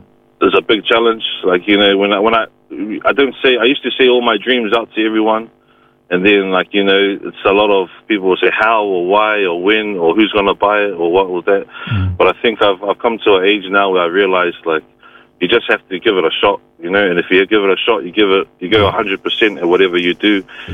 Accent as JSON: {"language": "English", "country": "New Zealand", "tie": "born or raised there", "said": "growing up in the culture and growing up in New Zealand"}